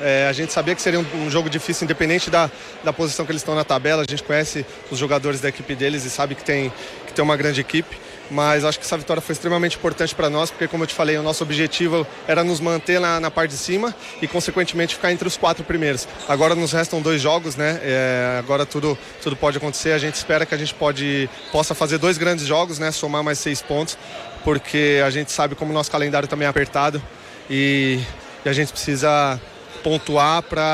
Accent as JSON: {"language": "Portuguese", "region": "São Paulo", "country": "Brazil", "said": "Minha família tá toda aqui, eu sou daqui de São Paulo"}